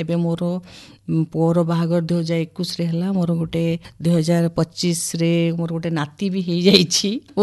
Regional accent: Sambalpur, Odisha, India; ଛୋଟ ଦିନୁ ମୁଁ ଏ ସମ୍ବଲପୁରରେ ବଢ଼ିଛି।

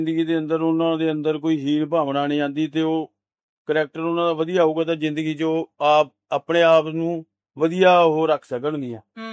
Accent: Bathinda, Punjab, India; ਤੇ ਸਾਡਾ ਤਾਂ ਜਨਮ ਸਥਾਨ ਇੱਥੋਂ ਦਾ ਹੀ ਹੈ, ਬਠਿੰਡੇ ਦਾ ਹੀ ਹੈ, ਅਸੀਂ ਬਠਿੰਡੇ ਦੇ ਜੰਮੇ ਪਲੇ ਹਾਂ।

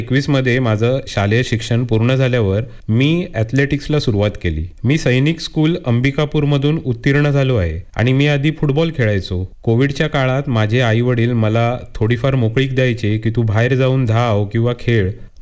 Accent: Chhattisgarh, India; मी 200 metre आणि 400 मीटरचा national record holder आहे आणि मी छत्तीसगडचा रहिवासी आहे सर आणि मी सध्या ओडिशाकडून खेळतो।

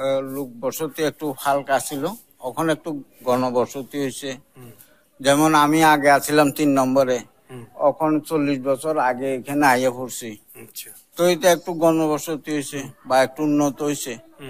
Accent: Jolaibari, Tripura, India; আমি 55-তে জোলাইবাড়িতে আছি।

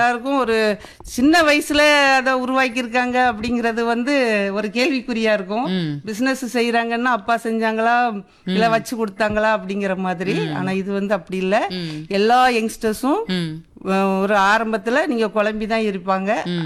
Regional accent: Vazhavallan, Tamil Nadu, India; now in Thoothukudi, India; Vazhavallan.

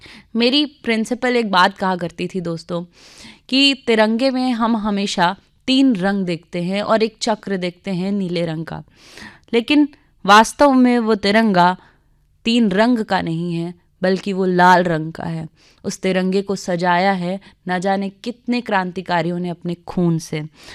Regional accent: Prayagraj, Uttar Pradesh, India; हम प्रयाग की भूमि में जन्मे हैं

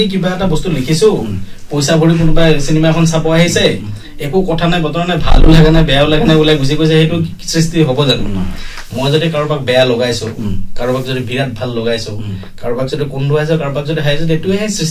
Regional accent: Assam, India; আর আমি অসমীয়া মানুহ মানে ইটো হেতুক সাপোর্ট করা

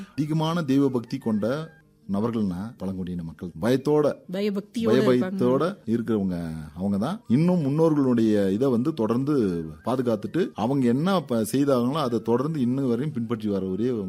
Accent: Tamil Nadu, India; now in Kodaikanal, India; நான் வந்து என்னுடைய சொந்த மாவட்டம் வந்து தருமபுரி மேடம். நான் வந்து இங்க கொடைக்கானலுக்கு வந்து 15 ஆண்டுகளாக வந்து கிராம நிர்வாகராக பணிபுரிந்து வருகிறேன்.

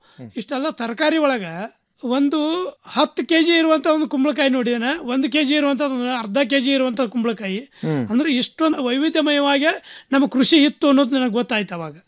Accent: Gundenahatti, Karnataka, India; ನಾನು ಬೆಳಗಾವಿ ಜಿಲ್ಲೆ ಖಾನಾಪುರ ತಾಲೂಕಿನ ಗುಂಡೇನಟ್ಟಿ ಗ್ರಾಮ.

